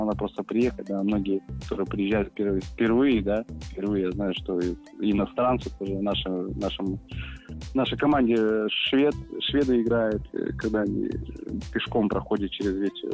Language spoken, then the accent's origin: Russian; Krasnoyarsk Krai, Russia; also born or lived in Moscow